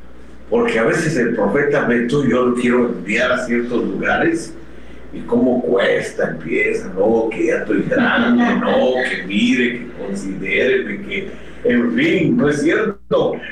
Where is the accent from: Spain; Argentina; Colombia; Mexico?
Mexico; born there; todos los que nacimos en México